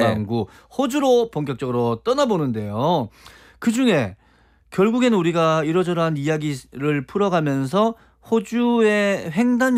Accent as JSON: {"language": "Korean", "country": "South Korea", "said": "북반구 우리나라하고는 정확히 계절이 반대잖아요."}